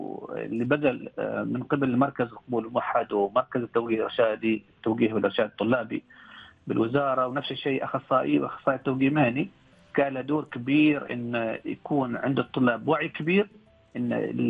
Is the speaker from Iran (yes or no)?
no; Oman; بلدنا سلطنة عمان